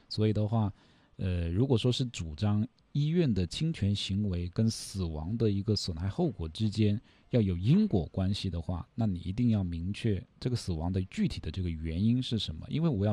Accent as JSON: {"language": "Chinese", "country": "China", "said": "因为我们中国人的这种传统还是会影响我们做这个进行不进行尸检的这种选择的。"}